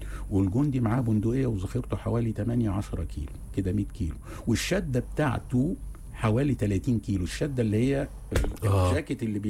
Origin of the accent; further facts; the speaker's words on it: Egypt; احنا كضباط مصريين